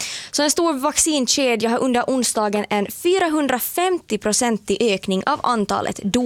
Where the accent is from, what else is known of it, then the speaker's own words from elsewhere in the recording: Finland; now in Sweden; Jag kommer från fel delar av Finland. Vi äter inte jättemycket kallakukko där jag kommer ifrån, från sydligaste spetsen.